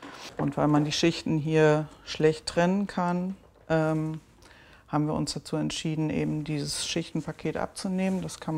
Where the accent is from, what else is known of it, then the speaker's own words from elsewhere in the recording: Lower Saxony, Germany; Also ich als Ostfriesin bin natürlich auch ganz stolz darauf, dass ich da mitarbeiten darf.